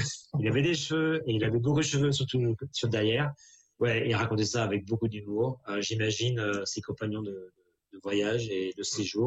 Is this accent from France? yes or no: yes; France; now in New Zealand; je suis français, je suis en Nouvelle-Zélande, puis bon, pas très longtemps